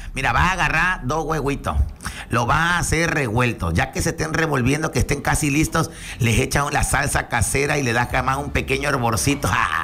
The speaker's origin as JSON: {"language": "Spanish", "country": "Mexico", "said": "soy mexicano. Soy mexicano."}